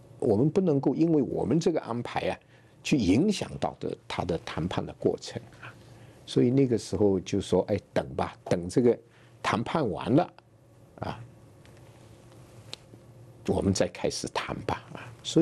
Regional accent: Hong Kong; 我们香港的

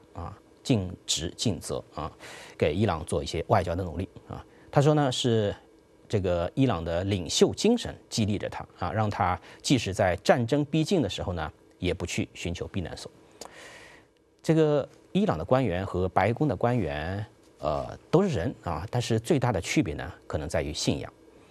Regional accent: China; 我们中国人说呢，听话听音儿啊

